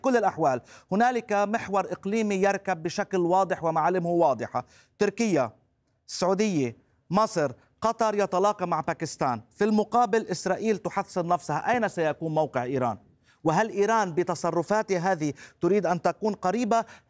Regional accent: Lebanon; يضعنا كلبنانيين

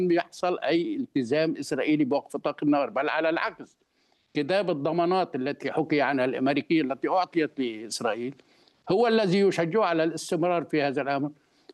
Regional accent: Lebanon; الغريب عندنا في لبنان

